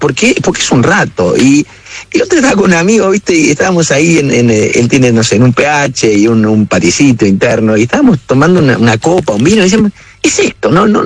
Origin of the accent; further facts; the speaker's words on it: Córdoba, Argentina; born there; En la ciudad de Córdoba.